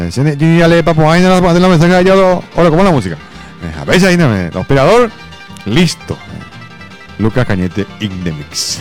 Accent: Paraguay; con orgullo que ya soy paraguayo.

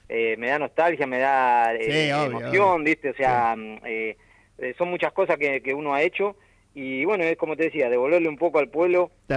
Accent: Santa Teresita, Buenos Aires Province, Argentina; also born or lived in San Clemente del Tuyú; yo nací en San Clemente, pero soy de toda la vida de Santa Teresita. Nací en San Clemente por una cuestión de que no había maternidad en Santa Teresita, pero siempre viví en Santa Teresita.

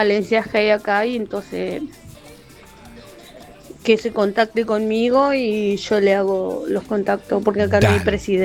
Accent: Río Grande, Tierra del Fuego, Argentina; also born or lived in Córdoba, Argentina; now in Concordia, Argentina; yo soy fueguina. Nací en Córdoba Capital, pero me crié en Río Grande

